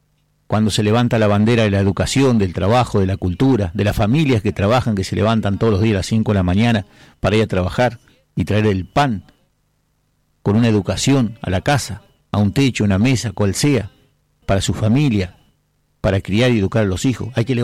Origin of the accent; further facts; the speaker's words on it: Argentina; somos ciudadanos argentinos